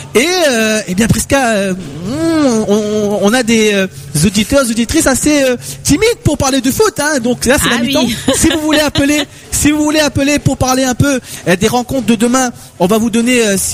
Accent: Marseille, Provence-Alpes-Côte d'Azur, France; Quand on est Marseillais, forcément, on ne peut pas supporter le Paris Saint-Germain.

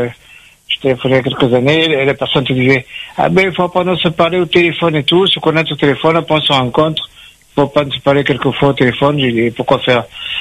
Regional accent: Avignon, Provence-Alpes-Côte d'Azur, France; now in Saint-Paul, Réunion; D'Avignon.

